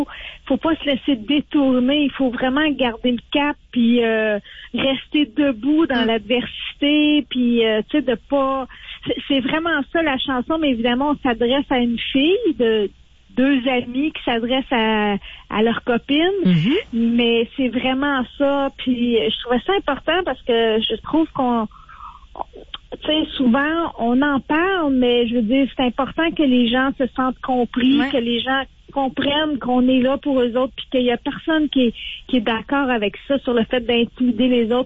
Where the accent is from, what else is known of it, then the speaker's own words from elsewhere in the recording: Quebec, Canada; en tant que Québécois, aussi en tant que Canadien ou Québécois